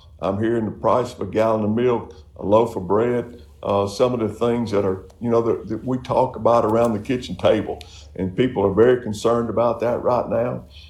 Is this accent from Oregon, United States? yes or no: no; Mississippi, United States; Because as we all know, growing up on the Mississippi Gulf Coast, we love to fish.